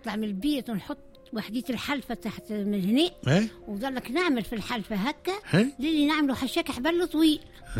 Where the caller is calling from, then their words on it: Tunis, Tunis Governorate, Tunisia; نسكن في بار تونس